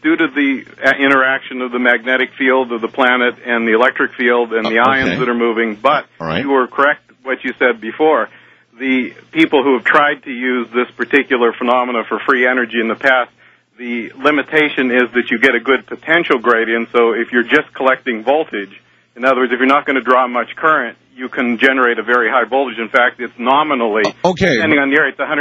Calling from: Tehachapi, California, United States; calling from out in Tehachapi.

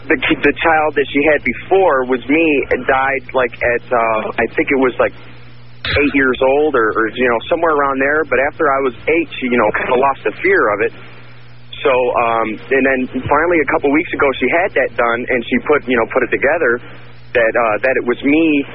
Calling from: Colorado, United States; from Colorado.

